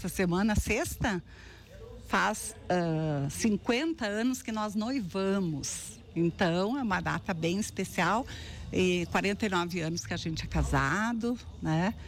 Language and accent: Portuguese; Ibirapuitã, Rio Grande do Sul, Brazil; born there; also born or lived in Quebradentes; now in Soledade, Brazil; Eu vim embora de Ibirapuitã, que eu nasci lá em Quebradentes, morei em Ibirapuitã há muito tempo. E viemos morar para Soledade, é uma terra maravilhosa.